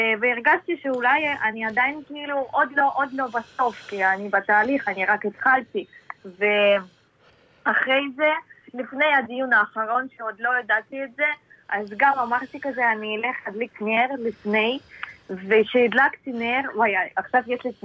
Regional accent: Czechia; Hebrew is a second language; now in Israel; עליתי מצ'כיה.

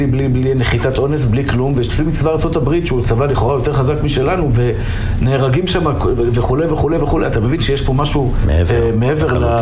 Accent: Tel Aviv, Tel Aviv District, Israel; also born or lived in Bnei Brak; אני גדלתי בשכונת התקווה. בשכונת התקווה לא היה תלמוד תורה, לכן שלחו אותי לבני ברק.

